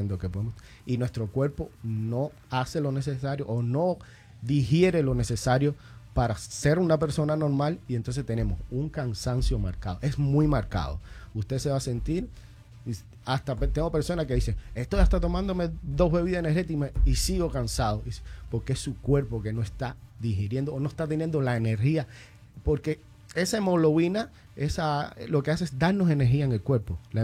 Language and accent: Spanish; Cuba; En Cuba, de donde soy, tenemos un eslogan muy de eso que siempre lo decimos.